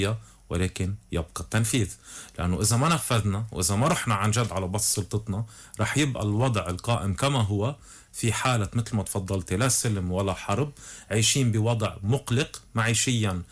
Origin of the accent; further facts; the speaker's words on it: Lebanon; نحن كدولة لبنانية